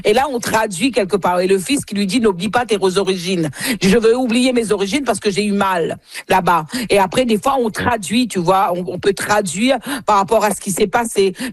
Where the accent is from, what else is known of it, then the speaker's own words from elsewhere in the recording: Mauritius; Comme nous sommes bilingues, nous sommes aussi, nous parlons le français et l'anglais déjà dès l'âge de 5 ans, obligatoire à l'île Maurice. Et puis après, quand vous parlez le créole